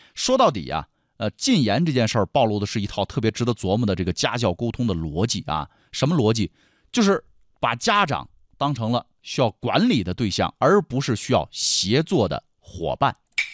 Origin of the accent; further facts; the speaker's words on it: Heilongjiang, China; moved away; 我记得因为我在黑龙江啊，在东北上小学